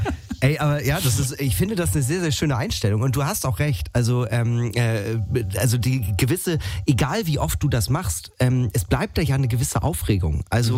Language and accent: German; Northern Germany, Germany